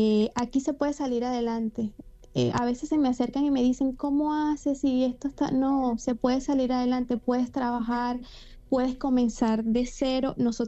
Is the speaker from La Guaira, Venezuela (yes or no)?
yes; La Guaira, Venezuela; Caribe, claro, yo nací ahí cerquita de la playa, yo soy de La Guaira y ahí tenía